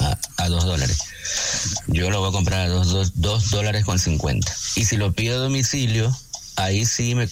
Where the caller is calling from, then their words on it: Guayas, Ecuador; yo vivo en Mucholote 1